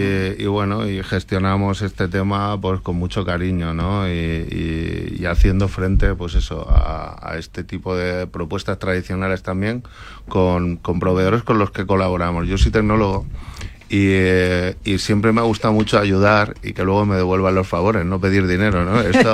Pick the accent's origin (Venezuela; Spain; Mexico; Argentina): Spain; Region of Murcia; llevo toda la vida yo soy de Murcia